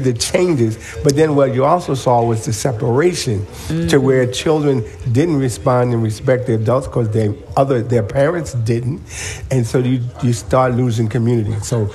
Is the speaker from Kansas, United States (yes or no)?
no; Philadelphia, Pennsylvania, United States; North Central, North Philly, baby.